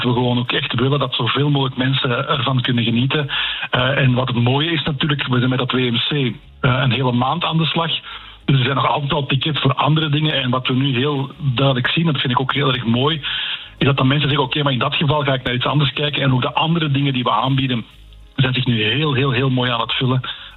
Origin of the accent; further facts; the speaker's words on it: Belgium; u hoort het, ik kom uit België.